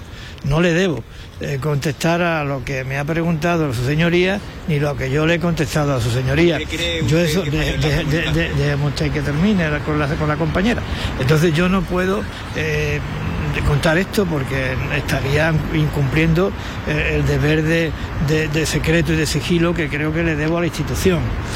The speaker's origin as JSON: {"language": "Spanish", "region": "Ceuta", "country": "Spain", "said": "lo digo como ceutí y lo digo como español."}